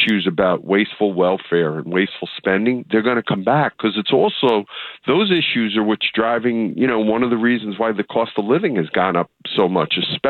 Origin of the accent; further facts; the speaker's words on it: New York, United States; now in New Jersey, United States; I am born and raised in New York. I live in New Jersey now.